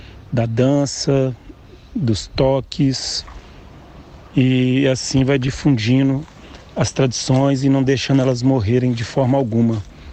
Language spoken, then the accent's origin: Portuguese; Minas Gerais, Brazil; Sou preto, sou mineiro. Sou pertencente de uma comunidade quilombola, conhecida como Comunidade do Açude, que é localizada na Serra do Cipó.